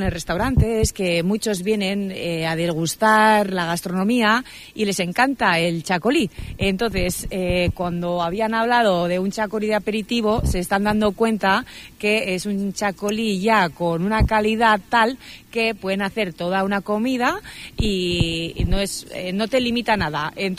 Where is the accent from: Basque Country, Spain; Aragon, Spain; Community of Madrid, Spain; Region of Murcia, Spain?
Basque Country, Spain; es un vino muy equilibrado, fresco y animado, como somos los vascos.